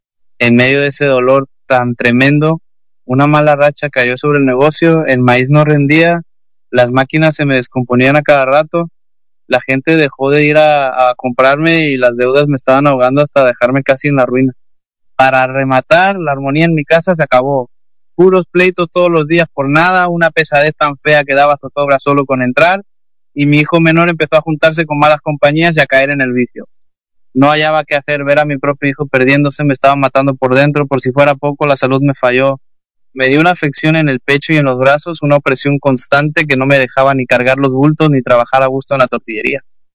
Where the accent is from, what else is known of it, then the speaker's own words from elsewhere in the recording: Parral, Chihuahua, Mexico; soy de acá de Parral, Chihuahua, de familia de rancho